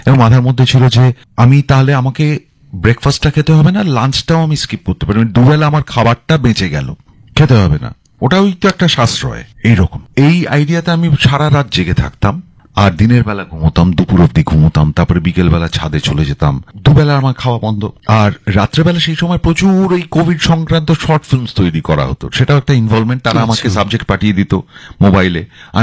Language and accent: Bangla; India; তারা কোনো সময়ই ভাবেনি আমি ভারতীয়, বিশেষ করে আমি তো বাঙালি নই আর কি।